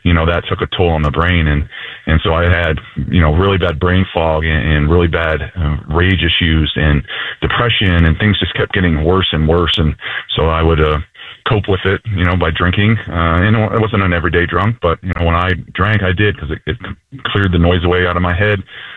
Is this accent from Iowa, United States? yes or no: yes; Iowa, United States; I was born and raised in Iowa.